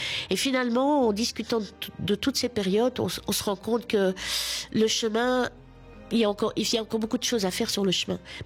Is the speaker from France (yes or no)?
no; Belgium; comme on dit toujours en Belgique, c'est pas parce qu'on est belge qu'on veut en parler